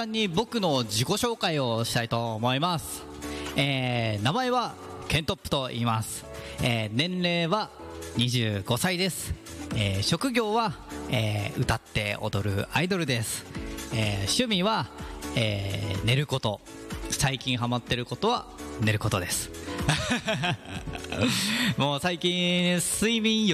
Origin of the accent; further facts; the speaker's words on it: Gyoda, Saitama, Japan; 生まれも育ちも行田で